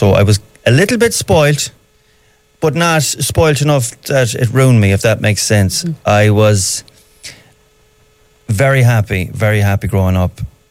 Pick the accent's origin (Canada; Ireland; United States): Ireland; Swinford, Connacht; moved away; I grew up in Swinford, aka Castletown, for any Hardy Bucks fans out there. And rural town, Mayo, nothing special about it, only for that it's my hometown.